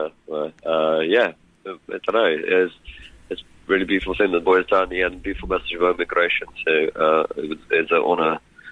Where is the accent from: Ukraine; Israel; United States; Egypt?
Ukraine; Odesa, Odessa Oblast; moved away; So I am from Odessa. Born.